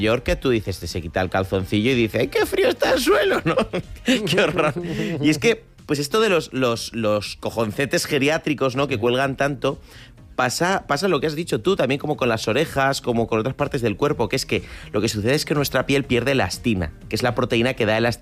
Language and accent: Spanish; Santander, Cantabria, Spain; Yo que soy de Santander, Cantábrico, yo sé muy bien este ascensor testicular